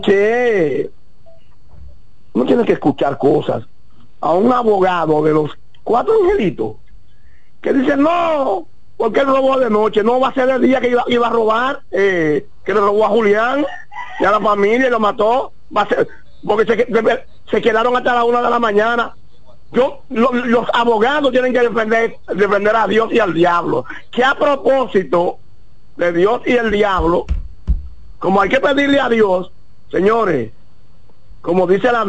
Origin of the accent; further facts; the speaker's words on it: Cambita, San Cristóbal, Dominican Republic; born there; also born or lived in Santiago; Yo soy santiaguero y cambitero, entonces, porque estoy en Cambita ahora y viví casi 30 años en Santiago.